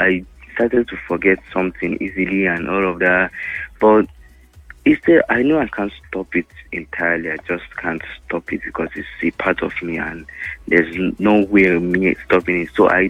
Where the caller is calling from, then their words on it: Suleja, Niger State, Nigeria; calling from Suleja.